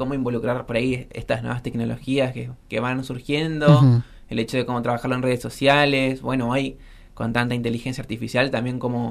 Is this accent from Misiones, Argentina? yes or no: yes; San Ignacio, Misiones, Argentina; Bueno, yo vengo de San Ignacio, no está tan lejos, pero ajá, sí